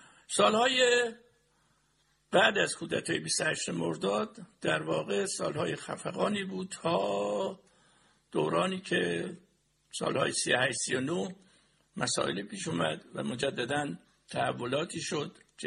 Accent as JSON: {"language": "Persian", "region": "Kermanshah", "country": "Iran", "tie": "born or raised there", "said": "کنگاور که میای، حتی نزدیک میشه به بخشی از زبان به طرف همدان و ملایر زبان لوری. به هر حال ما با زبان فارسی در خانواده بزرگ شدیم."}